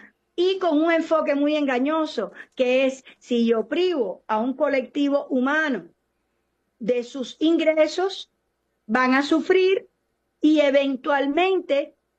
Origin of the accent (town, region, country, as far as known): Cuba